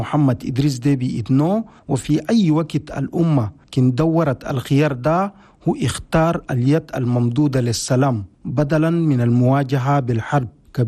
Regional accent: Chad; بلدنا تشاد تعرف قيمة هنا السلام عشان البلد عاشت في كثير من المشاكل.

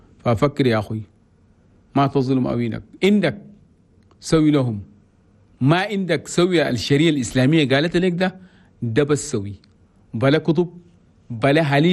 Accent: Chad; أي زول تشادي

